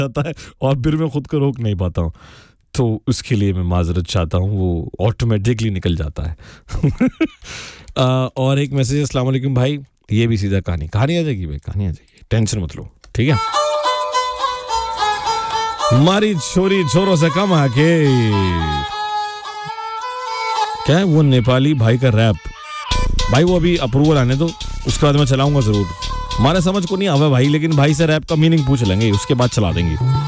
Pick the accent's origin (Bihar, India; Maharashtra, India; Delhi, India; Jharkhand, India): Delhi, India; now in Qatar; मैं भाई दिल्ली से हूँ